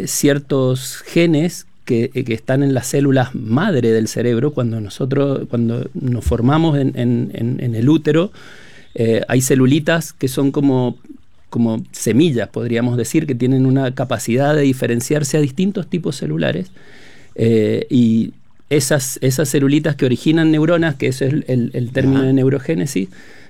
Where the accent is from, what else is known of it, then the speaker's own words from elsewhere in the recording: Argentina; moved away as an adult; now in Chile; ya soy, de hecho, sacaba la cuenta y ya tengo más tiempo viviendo en Chile que en Argentina, así que ya soy más chileno.